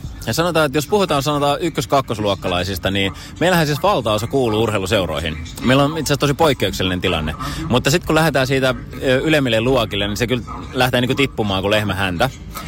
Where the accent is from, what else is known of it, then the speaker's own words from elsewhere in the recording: Espoo, Uusimaa, Finland; itse kun tulen Espoosta